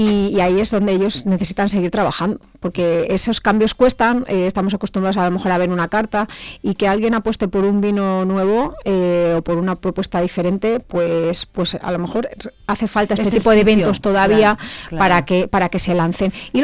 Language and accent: Spanish; Toro, Castile and León, Spain; Yo soy de Toro, me encanta el vino de Toro.